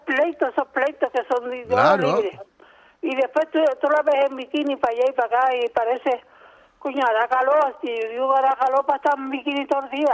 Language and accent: Spanish; Canary Islands, Spain; Yo soy peninsular y canaria, fíjate tú.